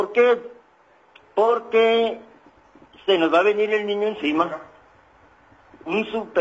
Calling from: La Relumbrosa, Mexico; Le saluda cordialmente … desde La Relumbrosa.

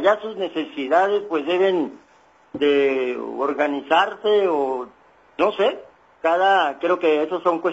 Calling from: La Relumbrosa, Mexico; Le saluda cordialmente … desde La Relumbrosa.

